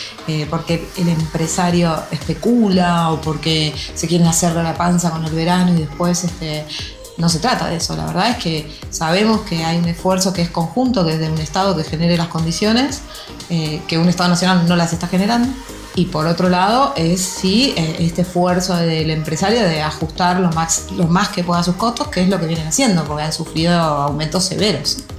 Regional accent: Pergamino, Buenos Aires Province, Argentina; Yo soy de Pergamino, 200 kilómetros de la ciudad de Buenos Aires, para el noreste de la provincia.

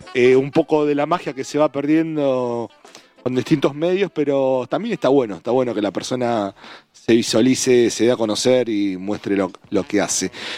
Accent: Casilda, Santa Fe, Argentina; en el sur de la provincia de Santa Fe, más precisamente en Casilda, ahí cerquita de Rosario, en mi ciudad natal, unos 50 kilómetros aproximadamente de Rosario.

